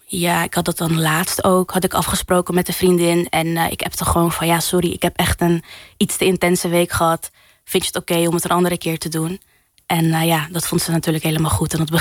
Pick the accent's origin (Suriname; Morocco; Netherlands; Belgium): Morocco